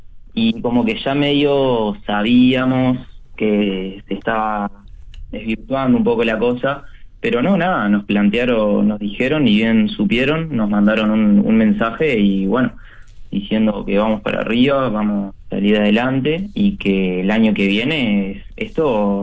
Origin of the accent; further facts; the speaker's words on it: Montevideo, Uruguay; yo soy de Pocitos